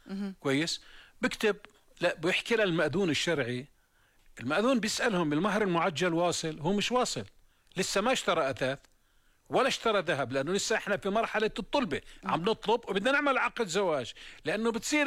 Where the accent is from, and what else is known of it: Jordan